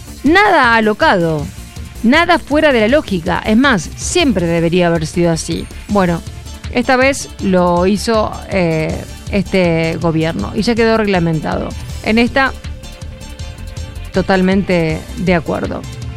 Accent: Argentina; yo como argentina he tenido la posibilidad de viajar a muchos países del extranjero

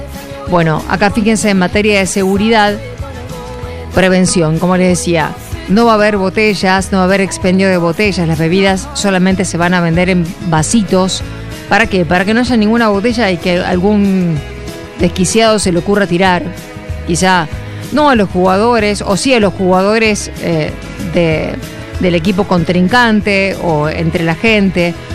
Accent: Argentina; Hoy somos argentinos

